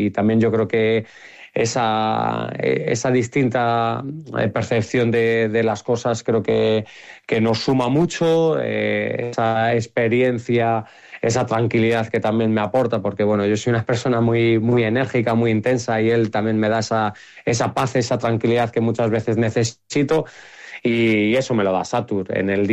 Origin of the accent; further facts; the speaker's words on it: Salamanca, Castile and León, Spain; Yo soy de Salamanca